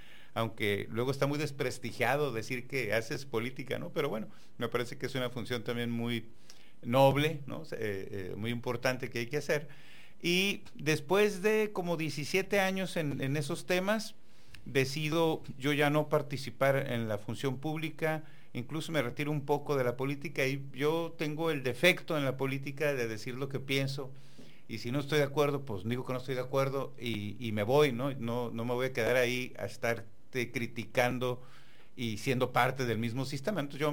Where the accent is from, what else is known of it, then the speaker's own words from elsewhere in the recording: Tijuana, Baja California, Mexico; Bueno, pues soy un tijuanense, orgullosamente tijuanense, nacido aquí en la ciudad, aquí he vivido toda mi vida, salvo los tiempos que por la función que he desempeñado me he tenido que trasladar por Mexicali, a la Ciudad de México, pero aquí he vivido toda mi vida, originario de la colonia Libertad